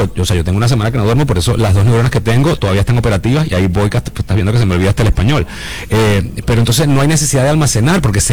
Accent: Venezuela; nosotros como venezolanos

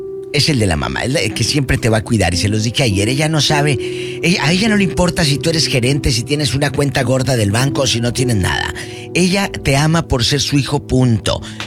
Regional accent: Matamoros, Tamaulipas, Mexico; En mi tierra, que es una ciudad industrial y de Matamoros, hay muchas fábricas, muchas empresas

